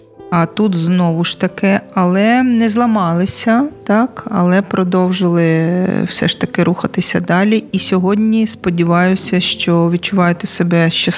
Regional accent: Odesa, Odesa Oblast, Ukraine; я сама народилася в Одесі

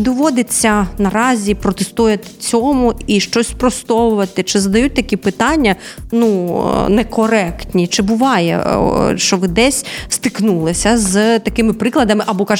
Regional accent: Donetsk Oblast, Ukraine; я з Донеччини.

